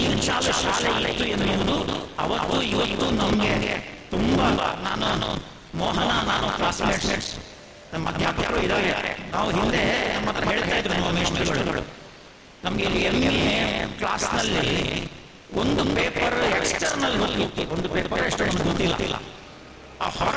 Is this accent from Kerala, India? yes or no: yes; Kasaragod, Kerala, India; Kannada is a second language